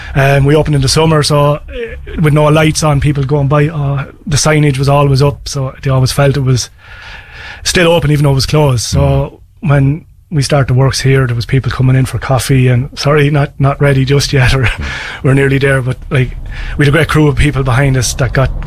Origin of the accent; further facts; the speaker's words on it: Ireland; I'm in this parish all my life, so I've always considered myself, you know, I'm Killoran, yes. And when you put on a GAA jersey, you are a Killoran and you battle, but I'm from Killy. I'm living in Killy now